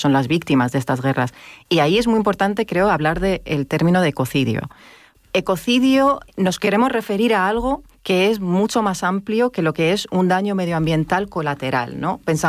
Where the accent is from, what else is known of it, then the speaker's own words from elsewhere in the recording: Lebanon; Spanish is a second language; porque soy libanesa española, tengo pasaporte español